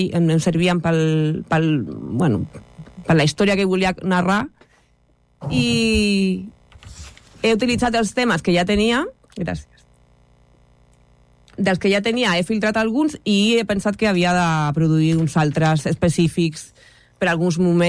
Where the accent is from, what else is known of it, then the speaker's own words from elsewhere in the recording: Ripollet, Catalonia, Spain; jo soc de Ripollet i no em moure de Ripollet.